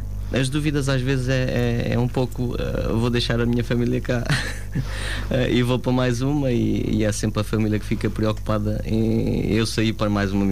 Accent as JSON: {"language": "Portuguese", "town": "Vidigueira", "region": "Alentejo", "country": "Portugal", "tie": "born or raised there", "said": "sou aqui natural da Vidigueira"}